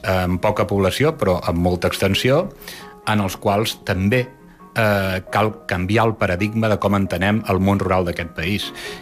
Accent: Mollet del Vallès, Catalonia, Spain; de Mollet a Sabadell, jo sóc de Mollet

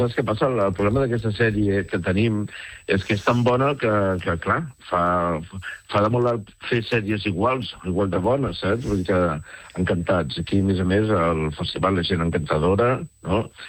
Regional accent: Catalonia, Spain; com que som catalans

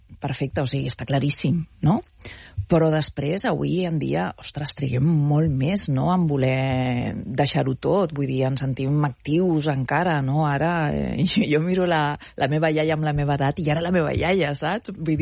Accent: Barcelona, Catalonia, Spain; also born or lived in Madrid; Vaig estar 5 anys vivint a Madrid, a l'època més forta de feina, això sí. Però jo soc del barri de la Sagrada Família

